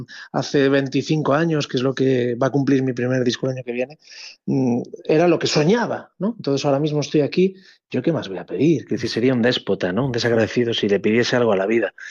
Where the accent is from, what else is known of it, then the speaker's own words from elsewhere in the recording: Ferrol, Galicia, Spain; donde suele llover, hace frío, me siento aún más en casa que soy de Ferrol y se come de la hostia